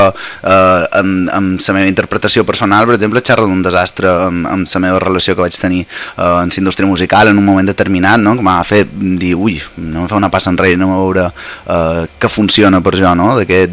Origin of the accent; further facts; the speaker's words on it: Mallorca, Balearic Islands, Spain; also born or lived in Lleida; ja fa més anys que estic a casa, a Mallorca